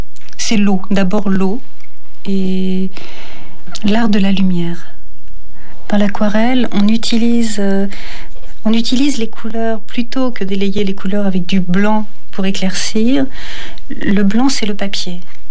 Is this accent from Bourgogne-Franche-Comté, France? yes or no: no; Paris, Île-de-France, France; moved away as an adult; now in Saint-Jean-du-Gard, France; je suis originaire de Paris. Je me suis installée, comme beaucoup de gens, dans les années 70 en Cévennes, dans la vallée Borgne. Et je suis restée une quinzaine d'années dans la vallée Borgne.